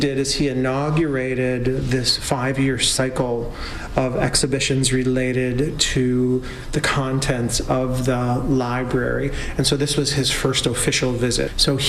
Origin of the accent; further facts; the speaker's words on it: Green Bay, Wisconsin, United States; I was born and raised in Green Bay.